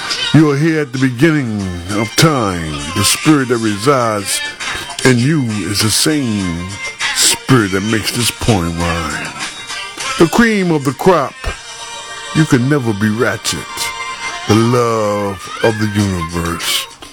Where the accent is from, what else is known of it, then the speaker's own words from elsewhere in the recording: Jersey City, New Jersey, United States; I grew up in Jersey City